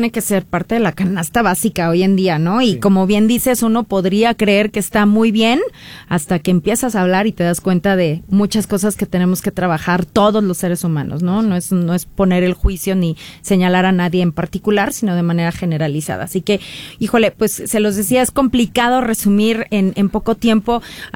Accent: Mexico; muchas veces como buenos mexicanos, ¿no?, dejamos todo para el último

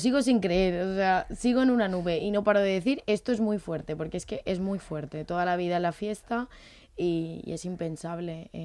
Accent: Alicante, Valencian Community, Spain; que no me vean solo como una bella del FOC, sino como una alicantina más

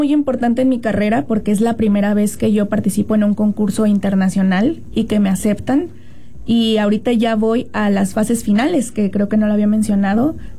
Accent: Mazatlán, Sinaloa, Mexico; soy mazatleca. Toda mi formación musical la he tenido aquí en Mazatlán, no en ningún otro lugar.

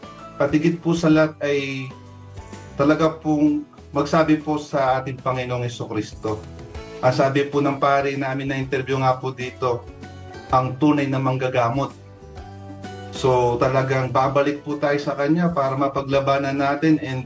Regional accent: Cardona, Calabarzon, Philippines; kami po ay taga Cardonan, Binangonan.

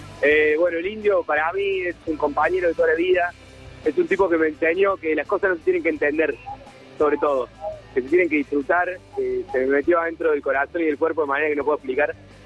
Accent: Colombia; moved away; Yo soy colombiano y llevo acá 2 años y medio

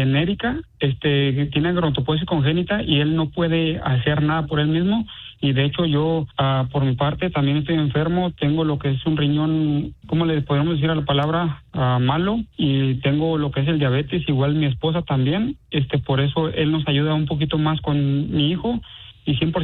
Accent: Guadalajara, Jalisco, Mexico; Yo soy de Guadalajara, Jalisco, de un rancho que se llama La Sauceda, Jalisco.

